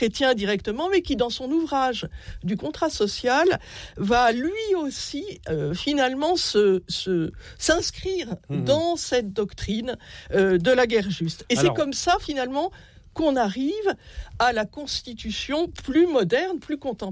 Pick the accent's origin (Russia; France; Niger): France; je mentionnerai au passage, parce que nous sommes français, le philosophe Jean-Jacques Rousseau